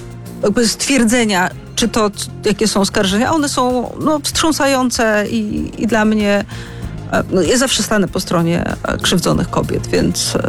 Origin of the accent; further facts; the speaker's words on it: Kraków, Lesser Poland, Poland; z Krakowa.